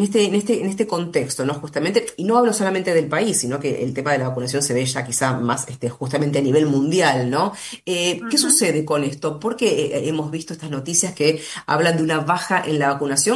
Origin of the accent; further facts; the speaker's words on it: Argentina; ¿Somos los argentinos, te consulto tu experiencia, por supuesto, un poquitito así reacios a ir al médico